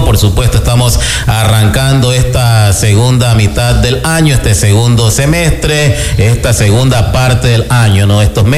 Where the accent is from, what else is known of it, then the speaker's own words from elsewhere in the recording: Ecuador; Así somos los ecuatorianos